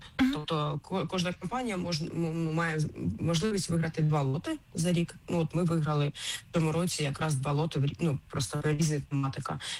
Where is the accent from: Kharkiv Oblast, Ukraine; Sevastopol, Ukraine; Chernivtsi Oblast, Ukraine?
Kharkiv Oblast, Ukraine; Kharkiv; Я сама з Харкова родом, і треба сказати, що коли я в дитинстві